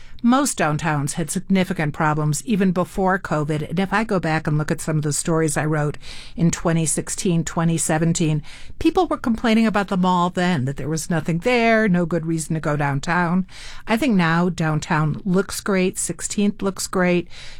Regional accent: Illinois, United States; moved away as an adult; also born or lived in Ithaca, New York / Long Beach Island, New Jersey; now in Denver, United States; I grew up in the Midwest, a suburb of Chicago. I went to school at Cornell, and I decided the East Coast was not for me.

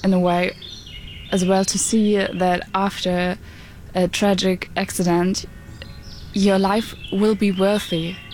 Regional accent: Dresden, Saxony, Germany; I'm 19 years old and I am from Germany, from Dresden. I'm here for doing volunteer service for 1 year.

